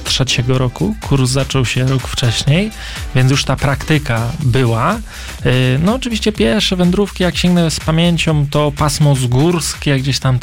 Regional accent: Świętokrzyskie Voivodeship, Poland

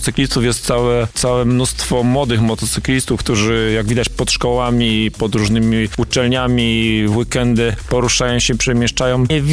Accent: Słupca, Greater Poland Voivodeship, Poland; Flaga Słupcy i barwy Słupcy i to, że jesteśmy ze Słupcy i z powiatu słupeckiego, choć nie tylko

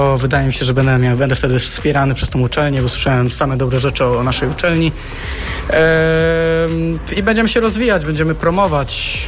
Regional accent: Opole, Opole Voivodeship, Poland; wydaje mi się, że ludzie lubią ten typ muzyki u nas w Opolu i nie tylko.

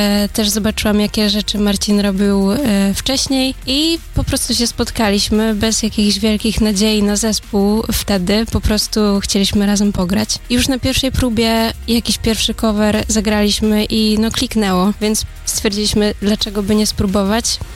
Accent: Toruń, Kuyavian-Pomeranian Voivodeship, Poland; Jestem spod Torunia, ale zaczynałam w ogóle w Jarosławcu, gdzie byłam na wakacjach z rodzinką.

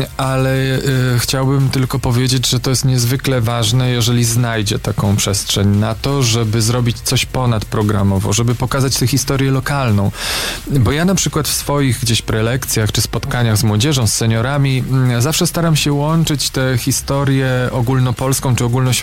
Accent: Konin, Greater Poland Voivodeship, Poland; born or raised there

